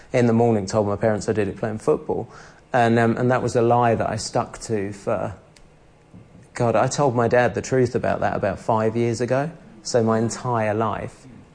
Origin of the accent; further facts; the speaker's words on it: London, United Kingdom; I grew up in London, in quite a rough bit of London, not a posh bit of London.